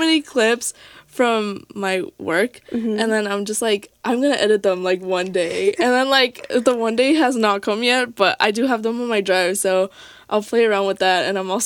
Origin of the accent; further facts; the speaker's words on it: New York, United States; I'm from New York